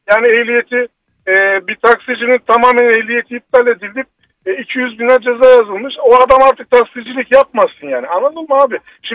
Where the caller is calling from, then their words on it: Trabzon, Turkey; Trabzon'dan arıyorum.